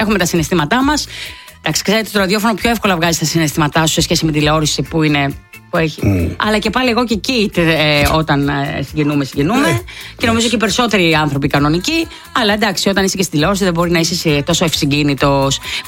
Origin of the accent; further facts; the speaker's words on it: Western Greece, Greece; από τη Βάρδα Ηλίας από τα μέρη μου.